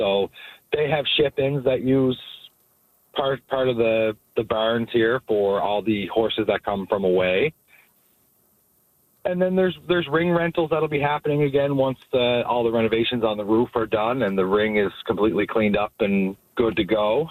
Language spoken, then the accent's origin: English; North Sydney, Nova Scotia, Canada; I personally grew up, when I was very young, I grew up in North Sydney, and I spent most of my summers up here at the exhibition, partaking as a young child.